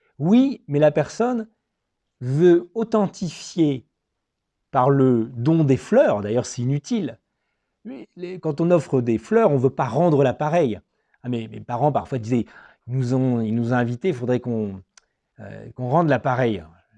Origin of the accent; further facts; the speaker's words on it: Metz, Grand Est, France; born there; moi je suis né à Metz en France, moi je m'appellerais Metz France.